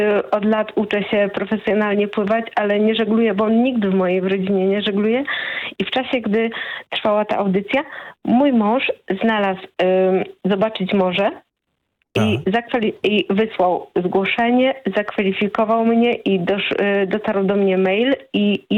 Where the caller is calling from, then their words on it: Bielsko-Biała, Silesian Voivodeship, Poland; ja mieszkam w Bielsku-Białej